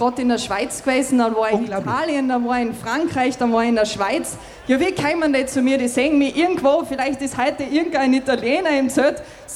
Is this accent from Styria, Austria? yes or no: yes; Murau district, Styria, Austria; also ich komme aus dem Bezirk Murau, aus dem wunderschönen Krakautal. Das heißt, ich bin schon Grenzländerin ins Lungau, also nach Damsweg.